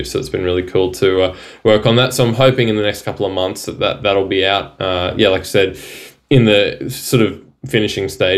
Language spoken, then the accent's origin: English; Queensland, Australia; You know, that was in my hometown. I was there every year.